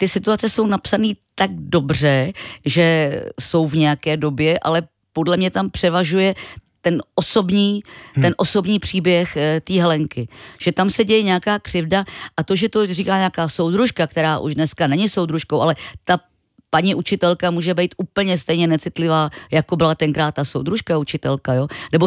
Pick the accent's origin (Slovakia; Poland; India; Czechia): Czechia; České Budějovice, South Bohemian Region; to je v podstatě moje dětství v Českých Budějcích.